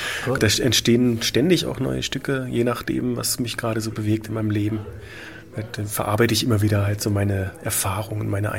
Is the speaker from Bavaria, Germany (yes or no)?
no; Baden-Württemberg, Germany; accent: southern; also born or lived in Stuttgart; now in Berlin, Germany; ursprünglich komme ich aus dem Süden, das hört man wahrscheinlich auch ein bisschen in meinem Dialekt. Ich komme aus der Nähe von Freiburg.